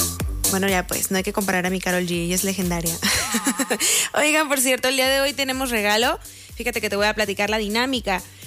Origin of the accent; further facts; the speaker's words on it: Mexico; como buen mexicano aguantamos el chile.